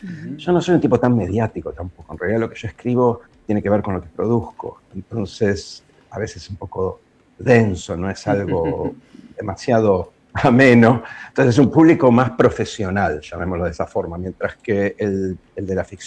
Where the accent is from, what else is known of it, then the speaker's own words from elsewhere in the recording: Buenos Aires, Argentina; porque yo soy muy porteño, porque he vivido toda mi vida acá y he intentado fugarme de Buenos Aires varias veces y siempre regreso.